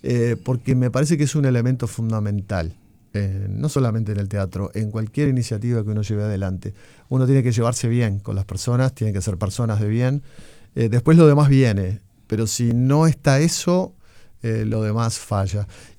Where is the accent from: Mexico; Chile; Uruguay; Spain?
Uruguay; also born or lived in Montevideo; now in interior of Uruguay; como tantos uruguayos, me fui al interior del país. Estoy viviendo no en Montevideo ya.